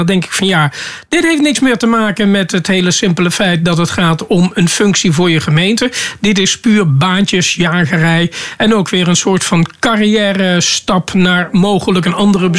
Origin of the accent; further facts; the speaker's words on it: Uden, North Brabant, Netherlands; de gemeente waar ik vandaan kom, Maashorst, Uden.